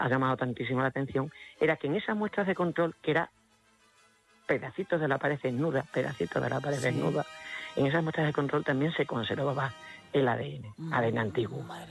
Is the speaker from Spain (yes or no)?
yes; Extremadura, Spain; que es casi tanto o más calor que el que hace en mi tierra, aquí en Extremadura.